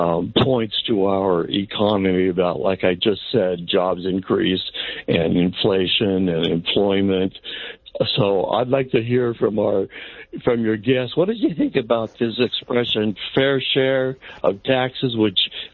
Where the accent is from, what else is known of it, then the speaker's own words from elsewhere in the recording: California, United States; Yes, I am from California, a very tax-happy state.